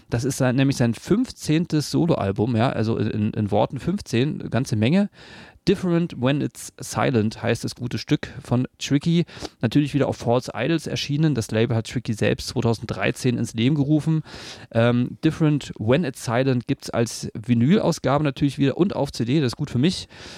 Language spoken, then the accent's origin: German; Berlin, Germany; Also ich komme aus Berlin